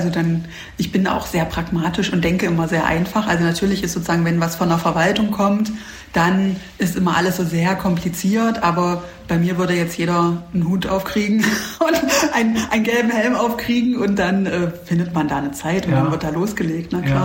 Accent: Halle, Saxony-Anhalt, Germany; Ich komme leider aus dem Süden von Halle.

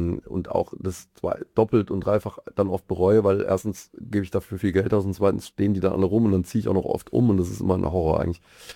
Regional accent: Mainz, Rhineland-Palatinate, Germany; moved away as an adult; now in Mannheim, Germany; Ich bin Mainzer eigentlich und bin halt vor jetzt bald 20, also 2008, na gut, noch nicht ganz 20 Jahre, aber geht auf die 20 Jahre, halt zum Studieren dann eben an die Popakademie gekommen.

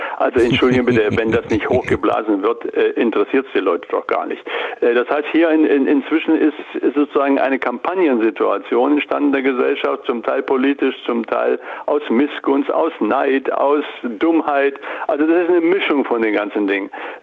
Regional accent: Thuringia, Germany; Also ich fand es einen Beitrag, den man sich als Thüringer anhören sollte.

